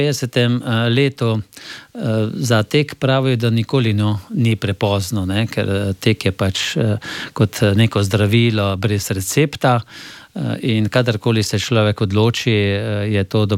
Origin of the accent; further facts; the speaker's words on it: Slovenske Konjice, Savinjska, Slovenia; jaz sem doma iz Slovenskih Konjic, sem šel v Domžale in tam nisem imel možnosti trenirati veliki nogomet v našem kraju, domačem